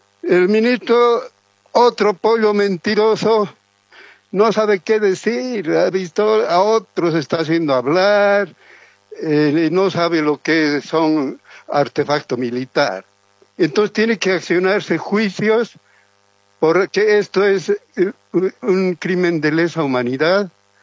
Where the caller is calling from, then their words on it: Colcapirhua, Cochabamba, Bolivia; de Colcapiro a Cochabamba.